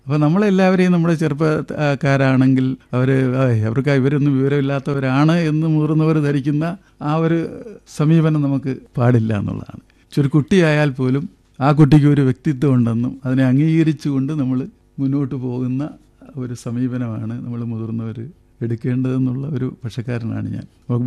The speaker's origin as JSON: {"language": "Malayalam", "town": "Karunagappally", "region": "Kerala", "country": "India"}